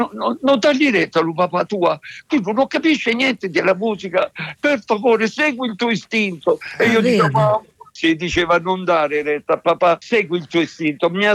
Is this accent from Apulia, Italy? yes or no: yes; Lecce, Apulia, Italy; also born or lived in Copertino; Perché considera, uno che viene da Lecce, come me, studente